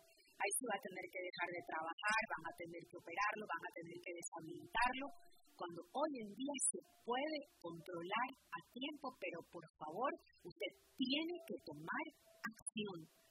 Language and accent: Spanish; Ecuador; moved away; Yo soy ecuatoriana, yo cuando voy a mi país